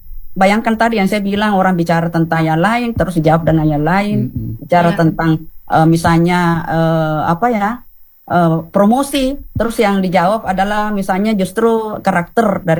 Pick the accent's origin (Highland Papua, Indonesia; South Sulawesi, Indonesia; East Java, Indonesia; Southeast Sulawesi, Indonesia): South Sulawesi, Indonesia; accent: Bugis; saya maaf pakai logat Bugis.